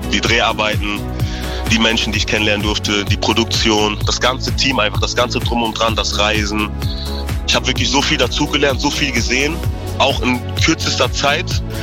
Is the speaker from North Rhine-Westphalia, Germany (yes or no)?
yes; Münster, North Rhine-Westphalia, Germany; also born or lived in Ukraine; Ich wurde in der Ukraine geboren und bin Münsteraner since day one.